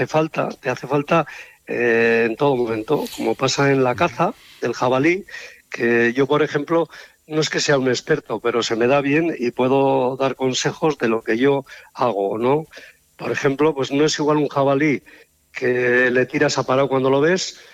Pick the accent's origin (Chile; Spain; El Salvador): Spain; Cáseda, Navarre; born there; Bueno, pues soy de Cáseda, Navarra, y ahí es donde aprendí con mi padre a ir tirando, a ir cazando